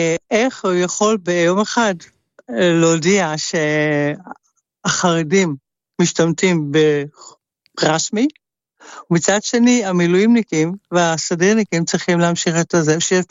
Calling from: Netherlands; אני מדברת מהולנד.

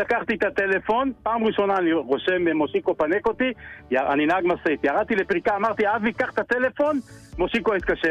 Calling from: Holon, Tel Aviv District, Israel; אני מחולון.

